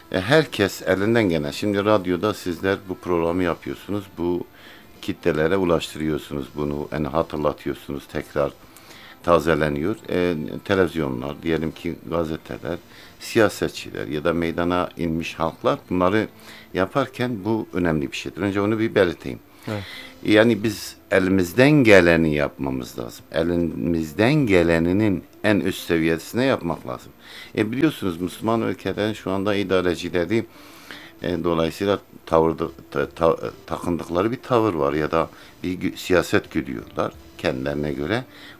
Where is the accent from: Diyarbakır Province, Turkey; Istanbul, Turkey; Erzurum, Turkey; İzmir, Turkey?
Diyarbakır Province, Turkey; Diyarbakır; Hüdapar Diyarbakır İl Başkanlığı'nı yapıyorum şu anda. Diyarbakırlıyım.